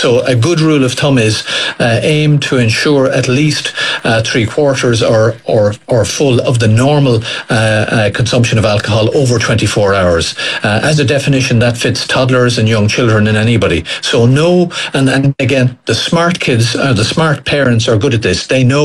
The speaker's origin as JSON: {"language": "English", "country": "Ireland", "said": "And remember, we're largely Irish."}